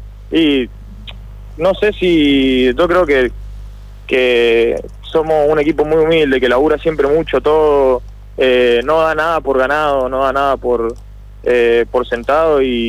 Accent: Mendoza, Argentina; moved away; No, yo a Kimberley le debo muchísimo. Primero porque yo vine de Mendoza.

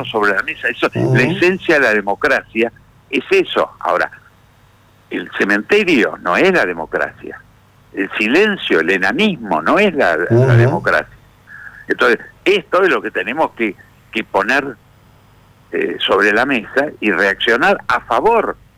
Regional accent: Argentina

